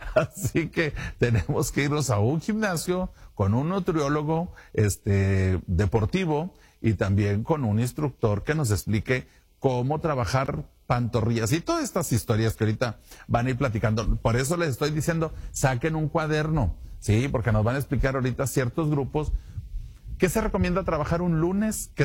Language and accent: Spanish; Mexico; Somos mexicanos, ¿sí? Somos de otra cultura, otra alimentación, otra genética, ¿sí? También, y otra altura también, otro clima también.